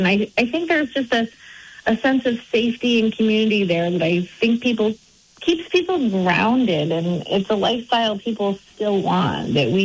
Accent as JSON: {"language": "English", "town": "West Glover", "region": "Vermont", "country": "United States", "tie": "born or raised there", "said": "so I grew up in West Glover, Vermont, and near the end of Lake Parker, and I grew up on a dirt road."}